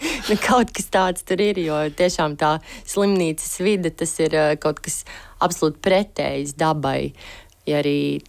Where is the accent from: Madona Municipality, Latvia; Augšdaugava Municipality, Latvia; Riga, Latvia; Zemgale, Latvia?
Riga, Latvia; Es esmu izteikts pilsētas bērns bijis un uzaugusi pilnīgā centrā Elizabetes un Brīvības ielas.